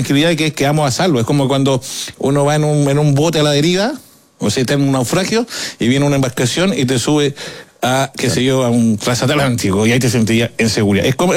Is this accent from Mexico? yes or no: no; Lautaro, Araucanía, Chile; born there; Entonces, de pronto partía, no sé, en Temuco, porque yo nací en Lautaro.